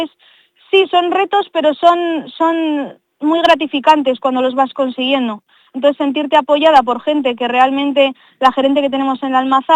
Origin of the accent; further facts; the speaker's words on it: Escatrón, Aragon, Spain; Yo realmente soy de Escatrón, en Escatrón no tenemos ni panadería ya, que es una lástima.